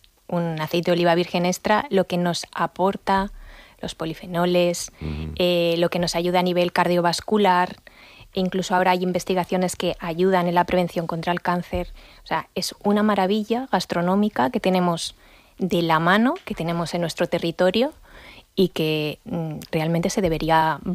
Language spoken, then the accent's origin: Spanish; Alcañiz, Aragon, Spain; No, yo soy de Alcañiz, muy cerquita de Oliete.